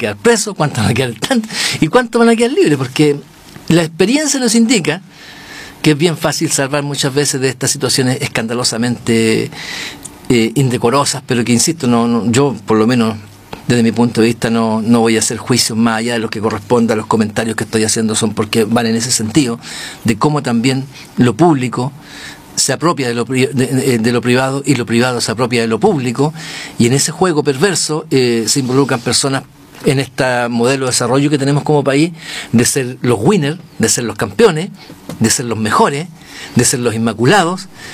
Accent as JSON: {"language": "Spanish", "country": "Chile", "said": "los chilenos"}